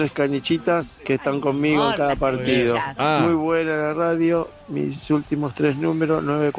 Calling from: Villa Fiorito, Buenos Aires Province, Argentina; de Fiorito.

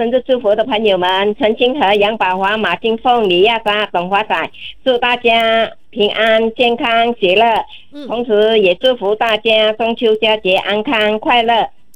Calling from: Singapore

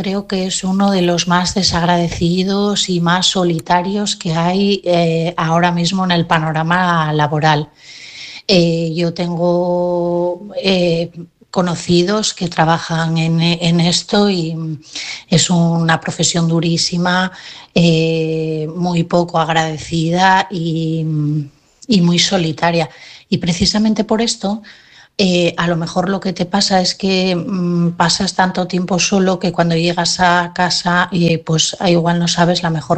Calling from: Asturias, Spain; de Asturias y mi mensaje esta noche es para Vicente.

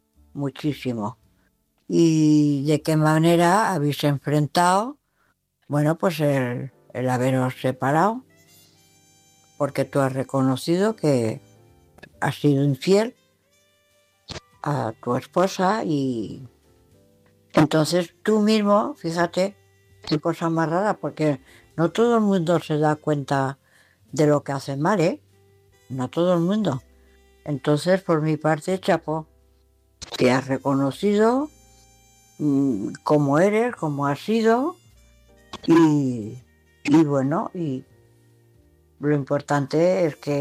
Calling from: Valencia, Valencian Community, Spain; corresponsal de Valencia

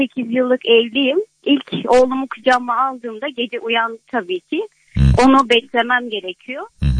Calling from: Konya, Turkey; Merhaba, ben Konya'dan arıyorum

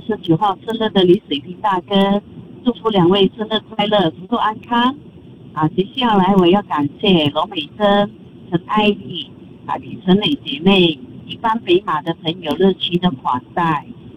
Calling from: Singapore

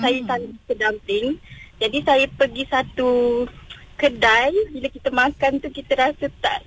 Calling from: Gopeng, Perak, Malaysia; Saya berasal daripada Ulu Geruntum, Gopeng, Perak dan berketurunan suku kaum orang asli. Suku kaum Semai.

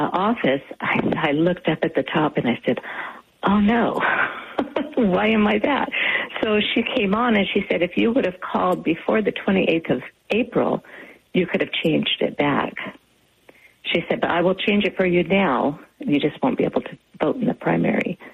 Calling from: Medford, Oregon, United States; I'm in Medford

